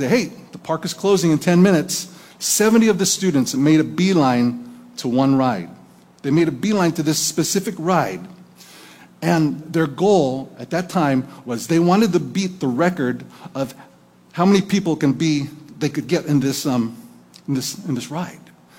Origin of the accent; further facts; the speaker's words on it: Napa, California, United States; moved away; back to Napa, California, my hometown.